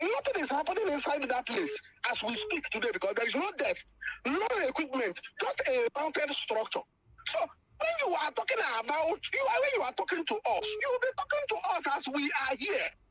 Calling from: Enugu State, Nigeria; I am from Oboka in Nkan East local government.

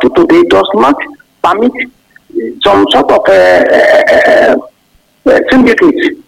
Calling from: Ibadan, Oyo, Nigeria; from Ibadan.

